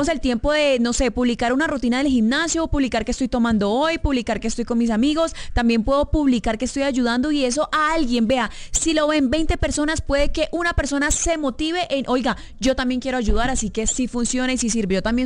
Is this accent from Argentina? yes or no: no; Colombia